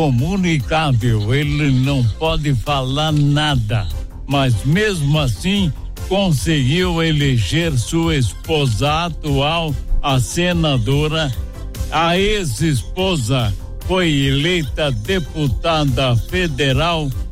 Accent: Canoas, Rio Grande do Sul, Brazil; Sou de Canoas, Rio Grande

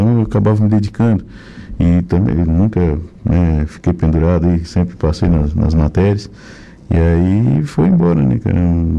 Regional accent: Balneário Arroio do Silva, Santa Catarina, Brazil; also born or lived in Araranguá; Eu me criei no Arroio, na verdade, né? O pai, depois, quando muito novo ainda, o pai foi morar no Arroio de Silva. Mas sempre estudei aqui na cidade, né?

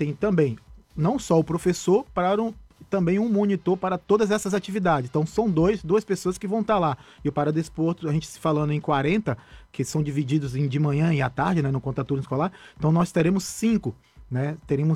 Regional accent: Bahia, Brazil; eu sou natural da Bahia

